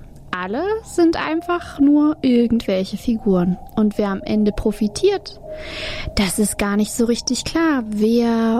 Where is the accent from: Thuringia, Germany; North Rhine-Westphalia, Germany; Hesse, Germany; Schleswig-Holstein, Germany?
Thuringia, Germany; Die Welt steht nimmer lang. Bin auch aus Thüringen, aber von Hunden habe ich noch nichts gehört.